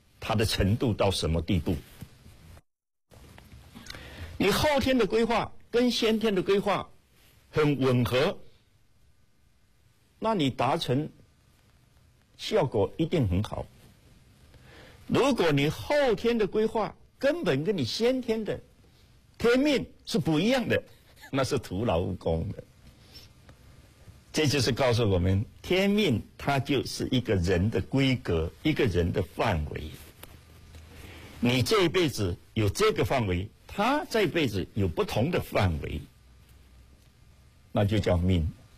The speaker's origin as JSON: {"language": "Chinese", "country": "China", "said": "我们中国人"}